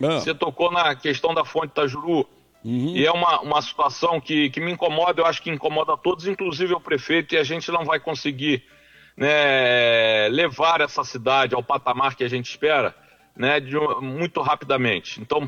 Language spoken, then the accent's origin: Portuguese; Cabo Frio, Rio de Janeiro, Brazil; como cidadão cabofriense, daqueles que amam a cidade de Cabo Frio